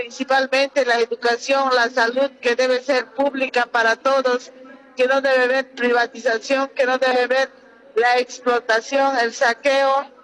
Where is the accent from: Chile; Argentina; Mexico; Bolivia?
Bolivia